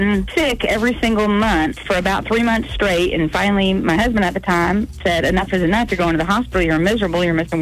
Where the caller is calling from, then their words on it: United States; from Fort O.